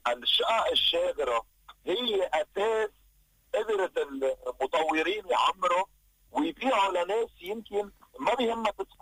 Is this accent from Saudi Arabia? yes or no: no; Lebanon; اوريدي نحن خسرنا ثقة كتير كبيرة كلبنانية، كلبنان خسر ثقة كتير كبيرة بالسوق